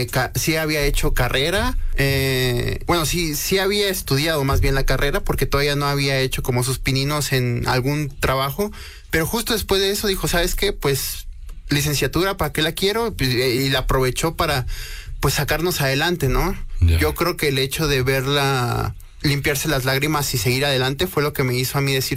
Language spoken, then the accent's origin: Spanish; Sonora, Mexico; moved away; also born or lived in Las Vegas; soy de Sonora.